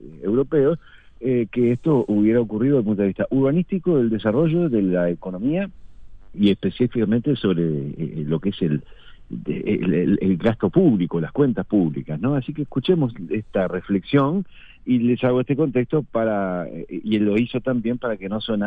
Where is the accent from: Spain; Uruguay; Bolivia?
Uruguay; Fray Bentos, Río Negro; also born or lived in Montevideo; now in Canelones, Uruguay; Soy un lobista de Montevideo, nacido en Ejido entre Paysandú y Cerro Largo, ahí a mitad de cuadra. Después, a los 8 años, Fray Bento. Esa fue la primera ciudad que me adoptó, viví hasta los 18. Montevideo, vuelta, y ahora canario por adopción hace 12 años.